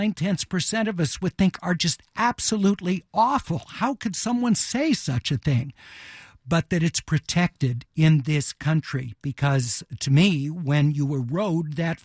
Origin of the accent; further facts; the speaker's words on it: United States; I do love being American